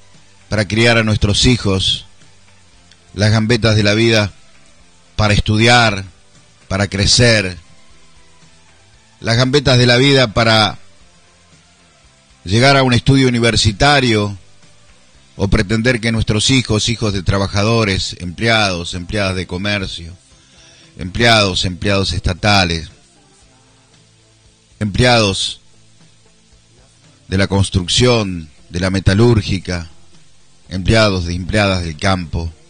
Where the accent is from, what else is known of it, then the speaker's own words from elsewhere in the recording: Argentina; Nosotros seguiremos gambeteándole a la vida como argentinos